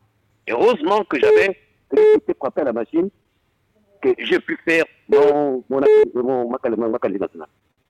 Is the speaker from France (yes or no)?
no; Gabon; born there; Je suis né au Gabon, à Mabou, je n'ai jamais voyagé.